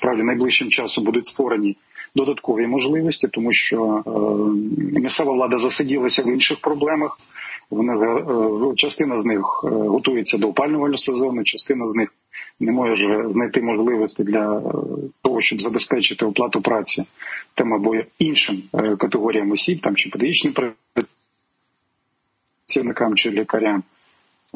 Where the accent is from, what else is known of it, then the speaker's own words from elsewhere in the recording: Mykolaiv Oblast, Ukraine; Я уродженець Миколаївщини